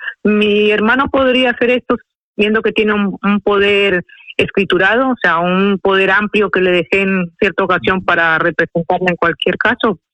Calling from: Madrid, Community of Madrid, Spain; de Madrid.

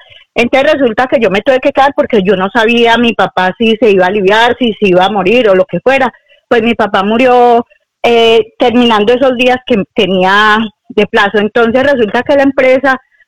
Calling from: Parla, Community of Madrid, Spain; de Parla.

